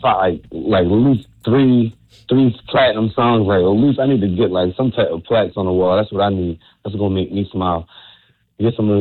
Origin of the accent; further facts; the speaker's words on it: Baltimore, Maryland, United States; I'm from West Baltimore, bro.